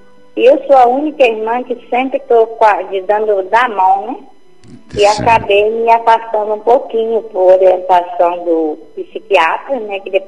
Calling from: Fundão, Espírito Santo, Brazil; Eu falo de Fundão, Espírito Santo.

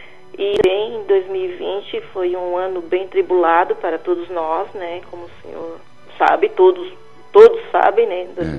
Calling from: Gravatal, Santa Catarina, Brazil; Eu falo de Gravatal, Santa Catarina.

